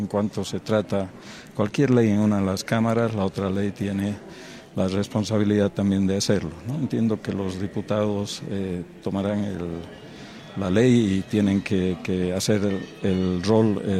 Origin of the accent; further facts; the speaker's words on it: Bolivia; los bolivianos y que encontremos el camino del diálogo como el camino fundamental para que nos entendamos como bolivianos, ¿no?